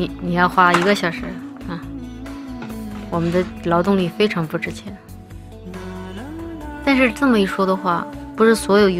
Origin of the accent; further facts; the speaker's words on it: London, United Kingdom; 还笑我的英语口音。从小伦敦郊区长大的